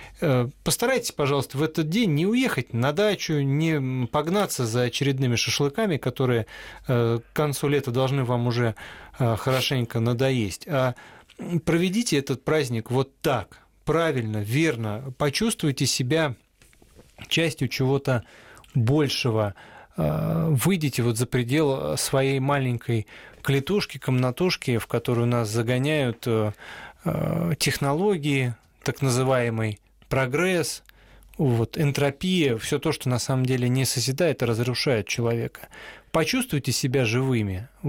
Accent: Moscow, Russia; Мы с Романом коренные москвичи оба.

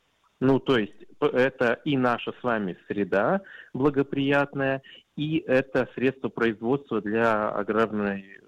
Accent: Altai Krai, Russia; Я родом с Алтайского края.

